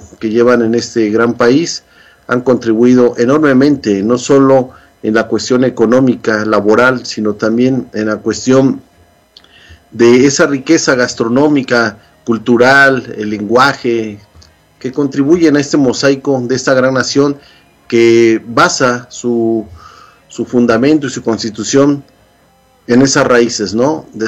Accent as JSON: {"language": "Spanish", "country": "Mexico", "moved": "yes", "lives_now": "United States", "said": "como latinoamericano, como mexicano, como paisanos"}